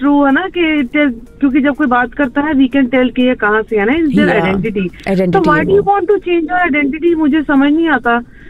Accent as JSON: {"language": "Hindi", "region": "North India", "country": "India", "said": "और मैं north India से हूँ तो मैं उनकी बात करूंगी।"}